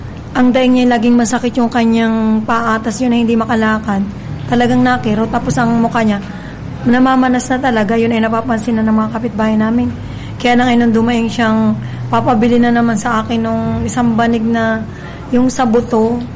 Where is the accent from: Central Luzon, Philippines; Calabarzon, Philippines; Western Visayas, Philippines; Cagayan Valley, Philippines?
Calabarzon, Philippines; Calauag; Taga Calawag, Quezon.